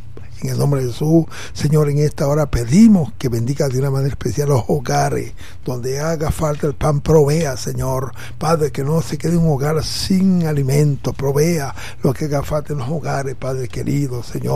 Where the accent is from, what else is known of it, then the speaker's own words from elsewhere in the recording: Venezuela; tú eres Venezuela y nosotros también somos venezolanos.